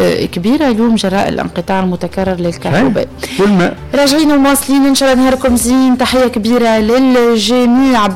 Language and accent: Arabic; Tunisia